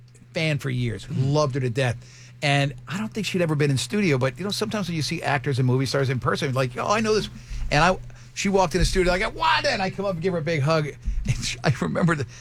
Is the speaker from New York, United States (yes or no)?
yes; New York City, New York, United States; born there; I was born in Brooklyn